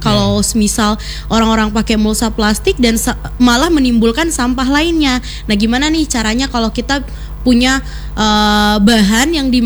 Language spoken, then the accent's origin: Indonesian; Makassar, South Sulawesi, Indonesia; Terus kalau aku dari Makassar, asli Makassar.